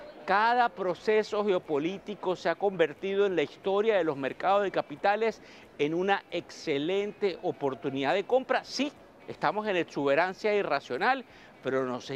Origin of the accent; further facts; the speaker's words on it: Venezuela; usted sabe que yo soy el venezolano de Negocios TV